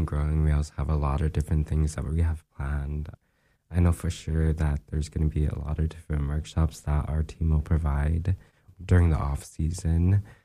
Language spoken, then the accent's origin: English; Utqiagvik, Alaska, United States; now in Anchorage, United States; Growing up, I grew up in Itkagvik.